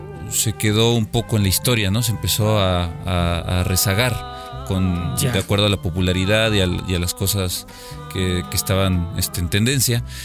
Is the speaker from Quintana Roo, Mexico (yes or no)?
no; Querétaro, Mexico; now in Xalapa, Mexico; Nosotros somos queretanos